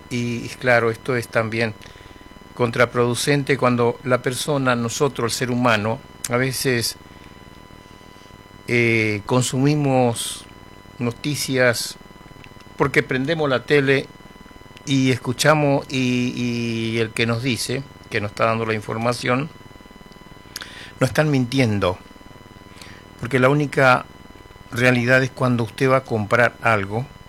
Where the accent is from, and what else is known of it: Argentina